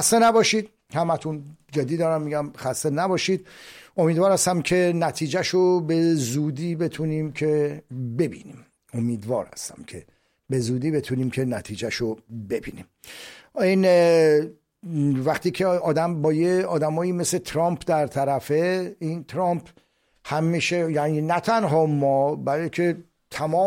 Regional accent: Iran; میگم آدم باور کن لذت میبره بگه من ایرانیم.

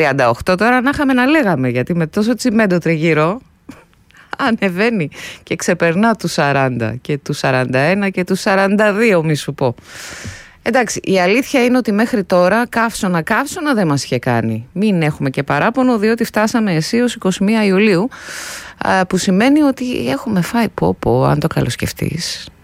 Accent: Northern Greece, Greece; now in Athens, Greece; Ότι θα φύγω κάποια στιγμή να πάω στα Βόρεια, να πάω κι εγώ στην πατρίδα μου.

